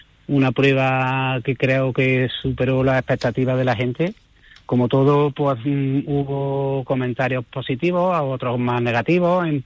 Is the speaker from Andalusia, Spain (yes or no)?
yes; Villanueva de Córdoba, Andalusia, Spain; soy un jarote que me gusta mi pueblo